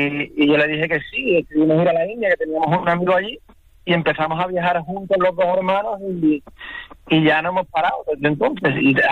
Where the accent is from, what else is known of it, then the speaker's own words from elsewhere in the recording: Seville, Andalusia, Spain; un grupo que tiene sangre del sur de España, claro. Y tal, pero somos gente de Sevilla